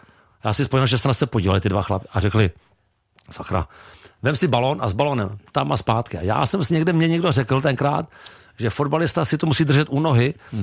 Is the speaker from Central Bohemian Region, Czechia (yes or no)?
no; Prague, Czechia; A narodil jsem se na bojišti Praha 2, celý život jsem jako v Praze